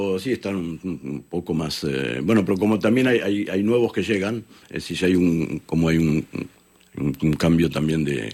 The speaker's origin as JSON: {"language": "Spanish", "country": "Argentina", "moved": "yes", "said": "en mi país, en Argentina"}